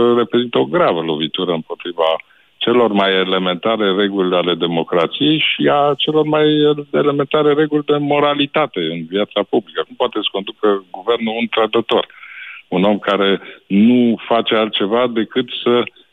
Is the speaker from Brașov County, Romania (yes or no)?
yes; Brașov, Brașov County, Romania; moved away; deși amândoi suntem brașoveni.